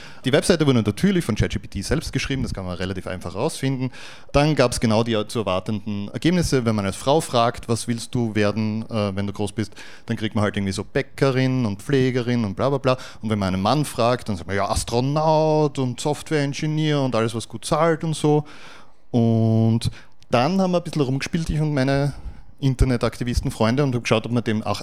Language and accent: German; Graz, Styria, Austria; Ja, hallihallo … ich komme aus Graz.